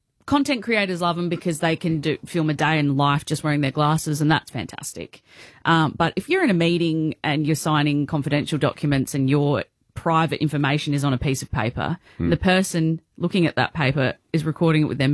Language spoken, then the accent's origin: English; Adelaide, South Australia, Australia; You know, I'm from Adelaide.